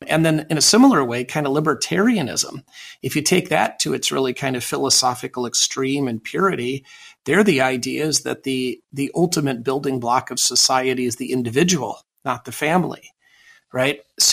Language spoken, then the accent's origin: English; United States; as an American